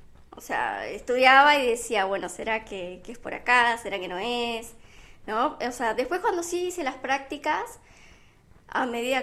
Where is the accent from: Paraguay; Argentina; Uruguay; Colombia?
Uruguay; Rivera; moved away as an adult; also born or lived in Salto; now in Montevideo, Uruguay; Mira, yo vengo de Rivera, ¿sí? Vengo del interior ya hace desde 2019 que me vine ya hace bastante tiempo, me vine a Salto, estuve años viviendo